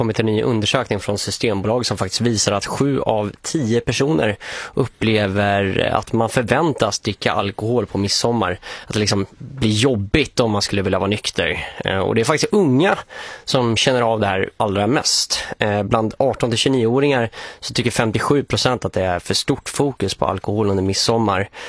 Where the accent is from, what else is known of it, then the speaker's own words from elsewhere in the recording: Luleå, Norrbotten County, Sweden; Ärtgevär, det var en stor grej i Luleå där jag växte upp.